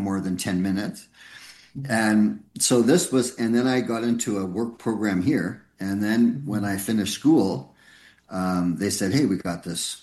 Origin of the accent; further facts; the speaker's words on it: Alberta, Canada; now in Richmond, Canada; when I moved to Richmond. I'm from Alberta, so I didn't know Richmond at all.